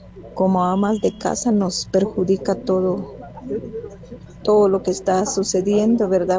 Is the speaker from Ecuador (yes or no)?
no; Guatemala; Y como dice usted, ¿verdad? De que es que lo pone, pero después nuestra Guatemala sigue siendo otra vez más pobreza para nosotros